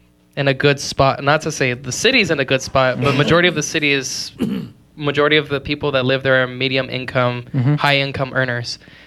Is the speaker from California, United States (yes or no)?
yes; Rancho Cucamonga, California, United States; And so I spent majority, a good decade and a half, living in Rancho, and I call that my hometown.